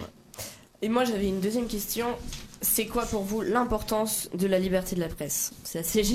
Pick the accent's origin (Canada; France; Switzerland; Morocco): France; nous, en tant que Français